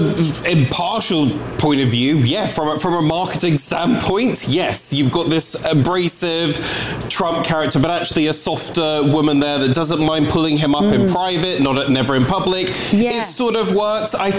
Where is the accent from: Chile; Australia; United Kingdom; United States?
United Kingdom; from my interpretation as a Brit